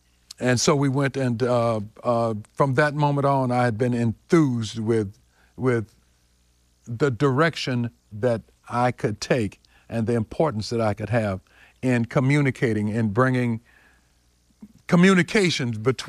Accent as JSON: {"language": "English", "town": "Berkeley", "region": "California", "country": "United States", "said": "Remember, I'm from Berkeley, which is Ron Dellum's home turf."}